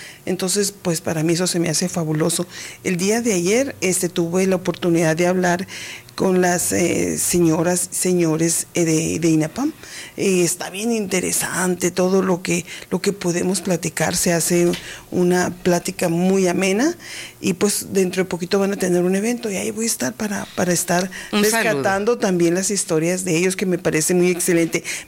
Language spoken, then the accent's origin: Spanish; Cananea, Sonora, Mexico